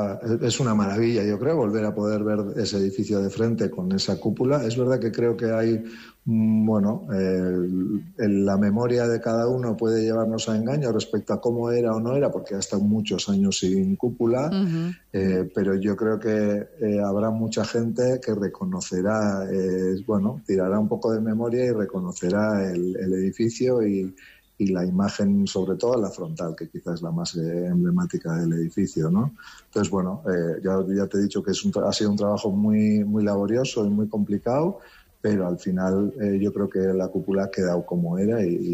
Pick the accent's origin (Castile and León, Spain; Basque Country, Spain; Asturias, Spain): Basque Country, Spain; San Sebastián